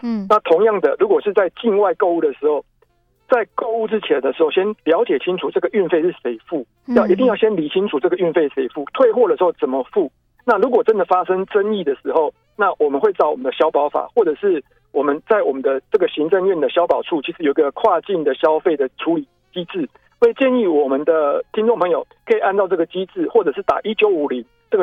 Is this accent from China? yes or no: no; Taiwan